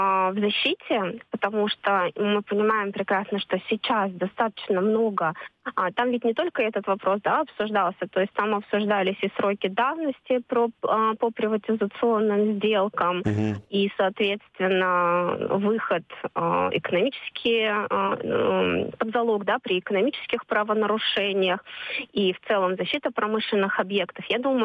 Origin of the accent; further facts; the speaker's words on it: Moscow, Russia; Мы с вами, москвичи, тоже прекрасно знаем